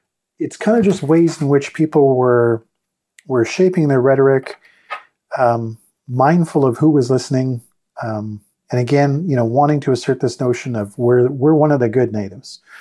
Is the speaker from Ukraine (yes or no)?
no; Vancouver, British Columbia, Canada; I grew up in Vancouver, but I also spent summers with my family on the West Coast and summers fishing with uncles that were involved in the commercial fishing industry.